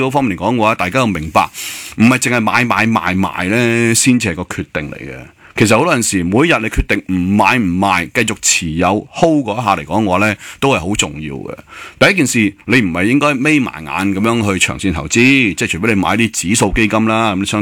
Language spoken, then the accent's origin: Cantonese; Hong Kong; 我哋香港人